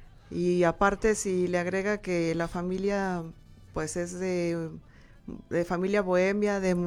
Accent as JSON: {"language": "Spanish", "country": "Mexico"}